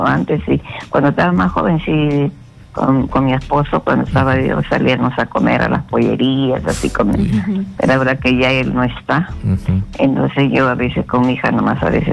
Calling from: Casma, Ancash, Peru; Te estoy llamando de Casma.

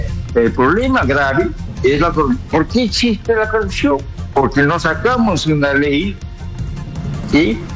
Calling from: Sweden; Llamo de Suecia, señor. Suecia.

